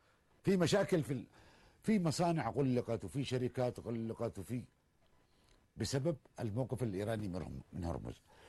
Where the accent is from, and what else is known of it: Yemen